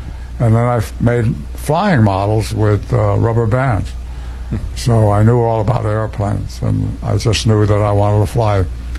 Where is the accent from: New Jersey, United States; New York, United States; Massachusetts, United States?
New Jersey, United States; Newark; I was born in Newark, New Jersey in 1924, February 15th.